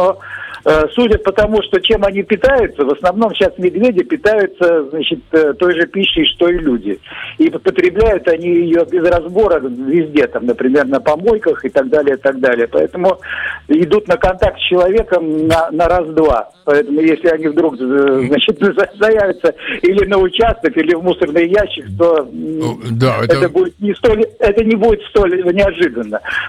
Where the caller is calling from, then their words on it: Latvia; я живу в Рижском районе, вот в самом треугольнике между Сауриши, УПСВС, Цекуле, значит, практически в лесу.